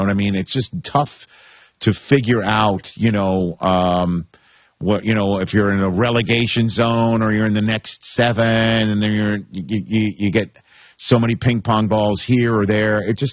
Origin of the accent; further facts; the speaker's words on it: New York, United States; I'm a New Yorker